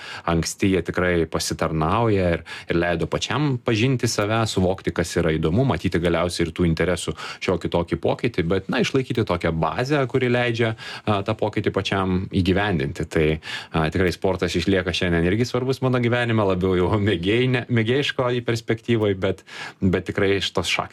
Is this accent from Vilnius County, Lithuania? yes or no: yes; Vilnius, Vilnius County, Lithuania; born or raised there